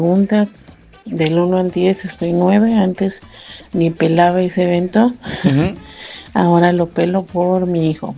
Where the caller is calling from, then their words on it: Jiutepec, Morelos, Mexico; Aquí en Jutepec, en casi centro